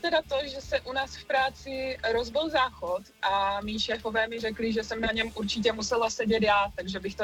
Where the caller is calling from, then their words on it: Ostrava, Moravian-Silesian Region, Czechia; jelikož jsem z Ostravy